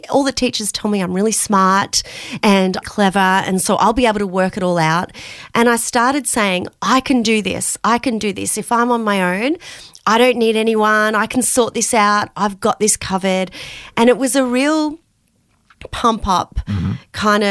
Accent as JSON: {"language": "English", "town": "Romsey", "region": "Victoria", "country": "Australia", "tie": "born or raised there", "also_born_or_lived": "Melbourne", "said": "And I grew up in Romsey, which is about an hour out of Melbourne mm-hmm. in rural. It was beautiful."}